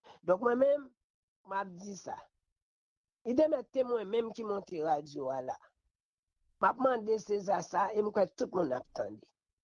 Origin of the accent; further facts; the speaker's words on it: Haiti; Donc moi-même c'est vrai, me vrai nous était ensemble en tant que haïtien pour nous ne pas discréditer l'autre